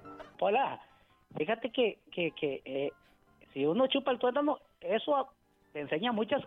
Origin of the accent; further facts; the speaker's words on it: Huetamo, Michoacán, Mexico; allá por los noventas, cuando caminaba por mi pueblo desde Huetamo, desde Purechucho a Huetamo, que son 5 kilómetros